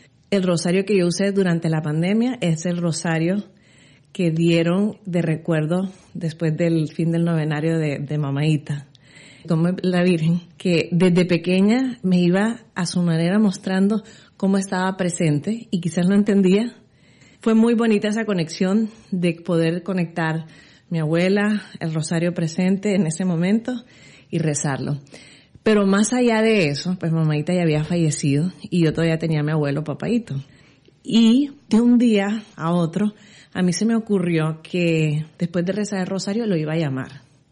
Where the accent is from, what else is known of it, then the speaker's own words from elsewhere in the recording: Honduras; moved away as an adult; now in United States; Yo soy de Honduras, pero he vivido la mitad de mi vida aquí en Estados Unidos.